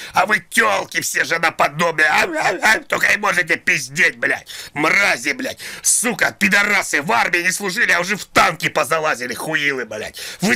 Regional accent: Estonia; Привет, Эстония. Я сам эстонец. Я сам из Эстонии. Я родился в Эстонии, это мой город родной.

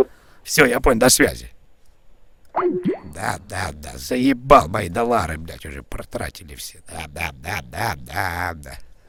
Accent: Kyiv, Ukraine; Я с Украины, с Киева.

